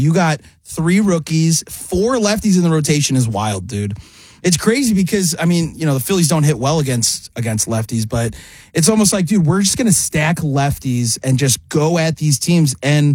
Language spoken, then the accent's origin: English; Chicago, Illinois, United States; I'm from Chicago, and I was a Cubs fan.